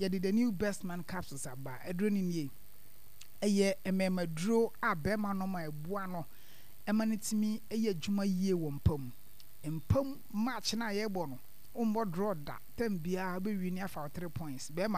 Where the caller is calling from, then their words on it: Ankoma, Eastern Region, Ghana; from Ankoma, Kweu.